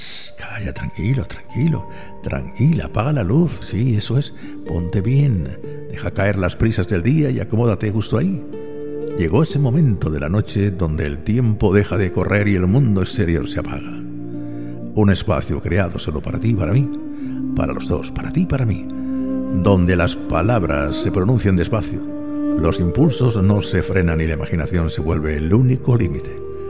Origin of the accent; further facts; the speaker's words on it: Córdoba, Andalusia, Spain; Por Cartagena, por Córdoba, mi tierra